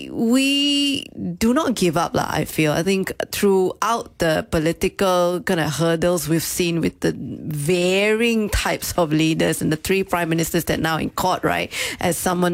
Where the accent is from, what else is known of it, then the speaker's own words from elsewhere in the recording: Malaysia; I don't feel ashamed of being Malaysian.